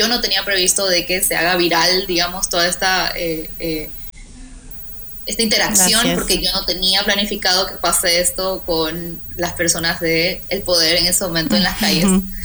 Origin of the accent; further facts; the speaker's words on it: Ecuador; nuestra identidad como latinoamericanos, nuestra identidad como ecuatorianos